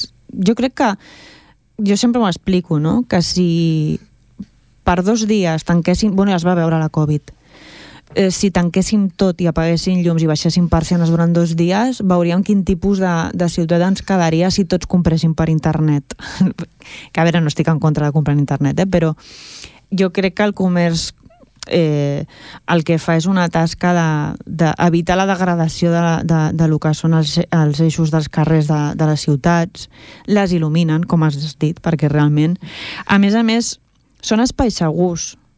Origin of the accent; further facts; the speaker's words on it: Esplugues de Llobregat, Catalonia, Spain; born there; jo em sento filla d'Esplugues